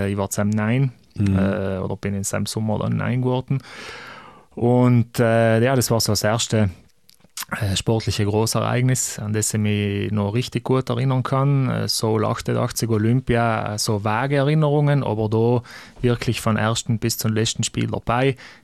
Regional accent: Bolzano, Trentino-Alto Adige, Italy; Also wir haben einen Nachbar gehabt in Bozen, wo ich aufgewachsen bin.

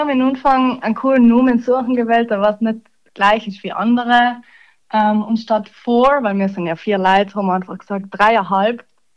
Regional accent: Tschötsch, Trentino-Alto Adige, Italy; ich komme aus Tschötsch, das ist ein kleines Dorf

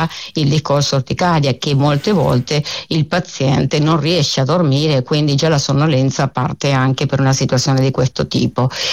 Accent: Argentina; now in Italy; Sono, diciamo, argentina, sono nata e cresciuta in Argentina, ma sono nipote di italiani

